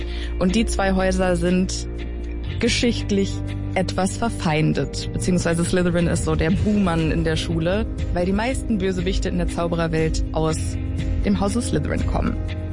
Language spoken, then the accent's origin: German; Borken, North Rhine-Westphalia, Germany; Land aufgewachsen, so viel. Ja, aber was ich da jetzt drauf einzahlen lasse, weil, also bei mir auf dem Land gab's die Buchhandlung Der Buchladen im Borken im Westfalen von Frau Balken.